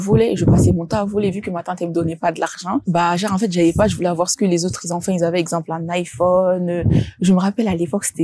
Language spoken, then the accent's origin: French; Guinea; born there; Je suis d'origine guinéenne, je viens d'une famille musulmane très très pratiquante. Du coup, je suis née en Guinée.